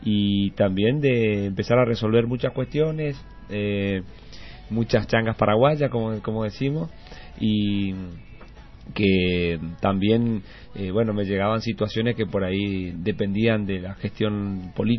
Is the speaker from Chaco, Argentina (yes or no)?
yes; Margarita Belén, Chaco, Argentina; also born or lived in Resistencia; mi papá fue productor en realidad, rural en la zona ahí de Costa Inés, que una colonia donde nacimos, en Margarita Belén.